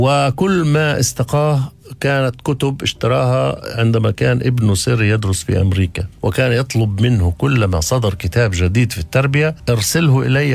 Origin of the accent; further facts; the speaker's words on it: Palestine; عندنا في فلسطين